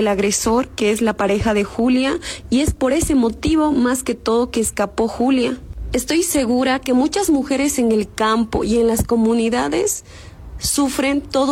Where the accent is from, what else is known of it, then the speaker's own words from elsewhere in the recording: Colquechaca, Potosí, Bolivia; Yo estaba retornando de mi pueblo Colquechaca a la ciudad de Sucre